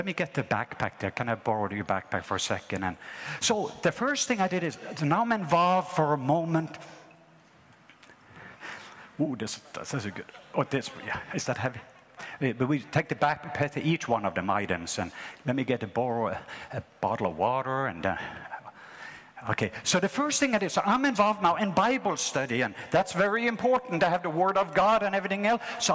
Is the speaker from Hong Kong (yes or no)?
no; Norway; So when I grew up in Norway, when I was 12 years old, there was a painful, painful abuse and pain that took place in my life.